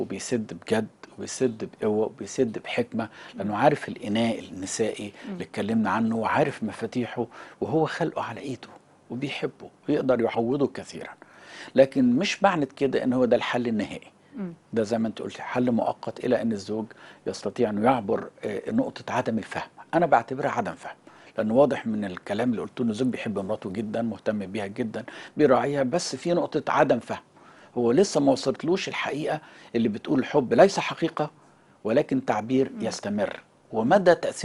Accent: Upper Egypt, Egypt; انا صعيدي، انا ابا عن جد صعيدي، مراتي دي لازم طلباتها تستجاب

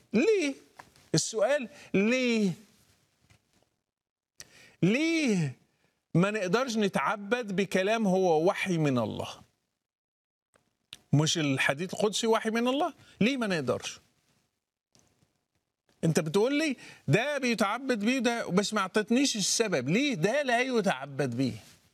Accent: Morocco; بس إحنا كمغاربة هتلاقي في المغرب اللي بيسمى المغرب العربي ما بنعترفش بالإعجام

